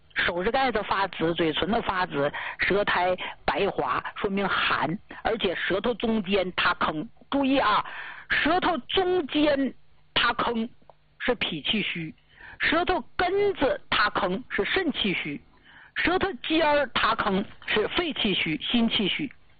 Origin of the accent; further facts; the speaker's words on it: Jilin, China; 那么在咱们家乡，就咱们吉林老家这块儿